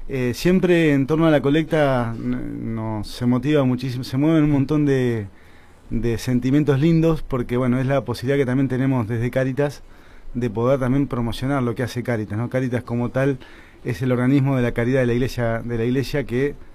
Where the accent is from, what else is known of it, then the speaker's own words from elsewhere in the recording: Bolívar, Buenos Aires Province, Argentina; moved away as an adult; now in Azul, Argentina; yo hasta los 17 años viví en Bolívar